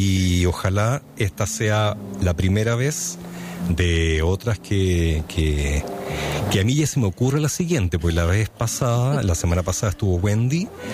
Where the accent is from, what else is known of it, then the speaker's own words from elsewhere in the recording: Chile; Yo soy chileno